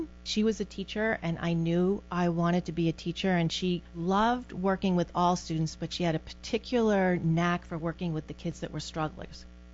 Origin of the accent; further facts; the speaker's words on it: North Attleboro, Massachusetts, United States; I'm one of four kids. I grew up in North Attleboro in Massachusetts.